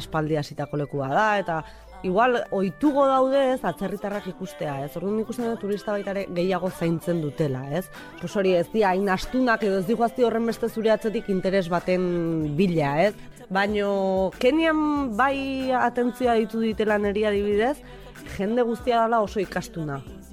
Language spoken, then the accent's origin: Basque; Villabona, Basque Country, Spain; Luisa esan duen bezala Bilabonako gea bilok